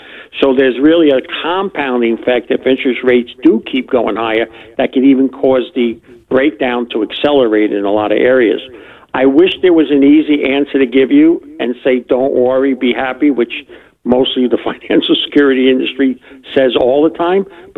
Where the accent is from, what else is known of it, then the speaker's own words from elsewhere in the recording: New Jersey, United States; I'm from New Jersey, so we always have opinions.